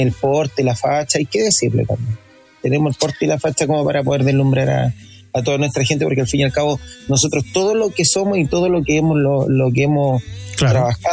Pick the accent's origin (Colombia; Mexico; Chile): Chile; si somos chilenos